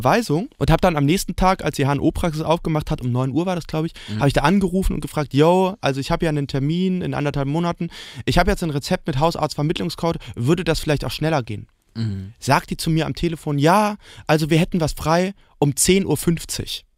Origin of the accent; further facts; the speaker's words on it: Berlin, Germany; als Berliner